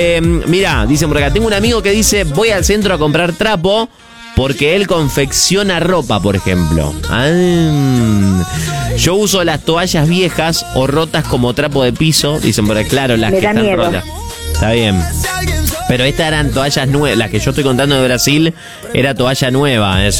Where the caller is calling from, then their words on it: San Nicolás, Buenos Aires Province, Argentina; de Monj, San Nicolás, acá en el puerto a full.